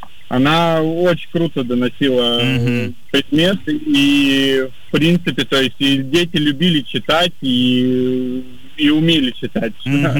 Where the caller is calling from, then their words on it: Novosibirsk, Novosibirsk Oblast, Russia; Новосибирска.